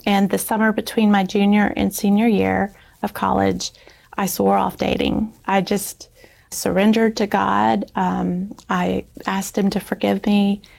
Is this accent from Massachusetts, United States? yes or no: no; Alabama, United States; also born or lived in Louisiana; my whole family's from Louisiana, but my dad had been transferred when my brothers were young, and we lived a total of 16 years in Alabama where I was born. When we moved back to Louisiana, it was during